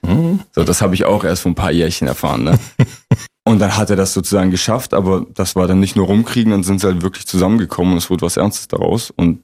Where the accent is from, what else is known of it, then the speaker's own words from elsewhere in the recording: Leonberg, Baden-Württemberg, Germany; born there; Leonberg.